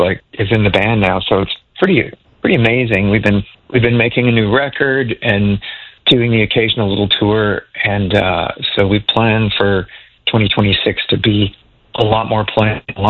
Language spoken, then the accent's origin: English; Regina, Saskatchewan, Canada; moved away; also born or lived in Moose Jaw; I was born in Moose Jaw, but pretty much grew up in Regina